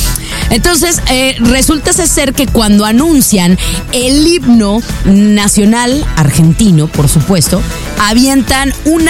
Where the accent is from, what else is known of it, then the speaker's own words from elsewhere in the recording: Mexico; para nosotras que somos mexicanas, la hizo famoso